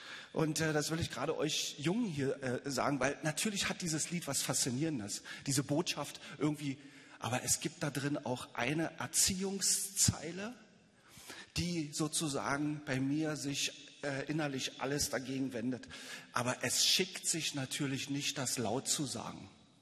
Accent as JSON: {"language": "German", "region": "Berlin", "country": "Germany", "tie": "born or raised there", "said": "Ich bin in Ostberlin geboren, 1967."}